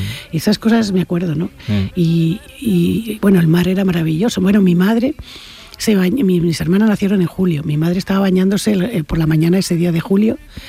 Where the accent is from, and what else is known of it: Premià de Mar, Catalonia, Spain; born there; moved away; also born or lived in Madrid